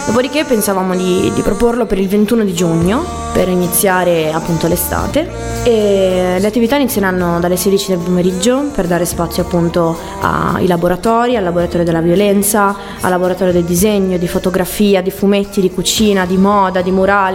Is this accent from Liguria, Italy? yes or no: yes; Mezzanego, Liguria, Italy; noi abbiamo un batterista di Recco, io sono di Mezzanego, il chitarrista di Lavagna, insomma siamo sparsi un po' in tutto